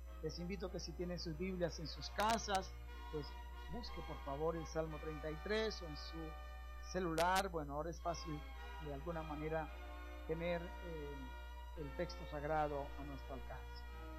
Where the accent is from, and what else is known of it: Colombia